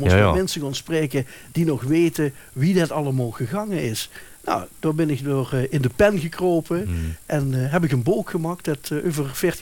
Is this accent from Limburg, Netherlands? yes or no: yes; Helden, Limburg, Netherlands; Ik kom uit Helden, Helden-Turp.